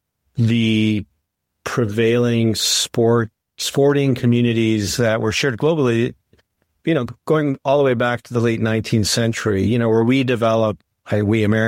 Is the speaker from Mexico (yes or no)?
yes; Mexico; I grew up in Mexico. In fact, I'm actually wearing the shirt of Del Tri right now, which I realize the listeners can't necessarily see. But yeah, it's funny. My mother was from Dallas, Texas, and she went down to Mexico City